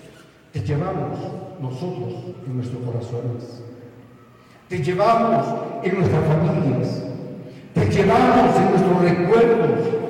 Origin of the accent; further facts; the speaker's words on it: Coracora, Ayacucho, Peru; como coracoreño que soy